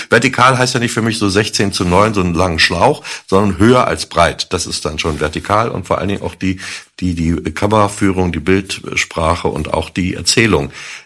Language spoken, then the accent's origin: German; Berlin, Germany; Weil ich eben halt ja auch als Berliner gesehen habe, dass nach dem Mauerfall